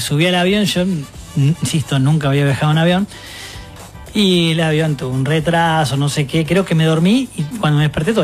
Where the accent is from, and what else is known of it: Argentina